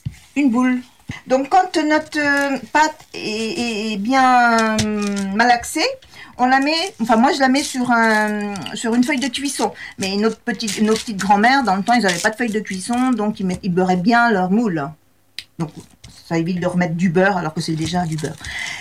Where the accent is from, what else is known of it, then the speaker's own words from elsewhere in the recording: Nouvelle-Aquitaine, France; Parce que chez nous, dans le Poitou, on dit que l'amitié ne se coupe pas.